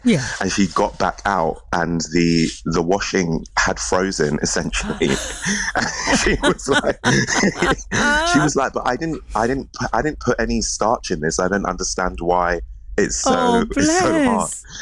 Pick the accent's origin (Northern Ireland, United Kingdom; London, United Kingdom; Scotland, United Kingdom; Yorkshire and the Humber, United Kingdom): London, United Kingdom; born there; now in Brixton, London, United Kingdom; I was born in Hackney, but I recently moved to Brixton, South London.